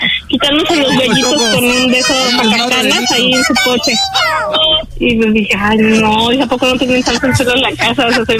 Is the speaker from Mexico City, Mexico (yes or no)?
yes; Mexico City, Mexico; Soy de la Ciudad de México. Nací exactamente en Tepito.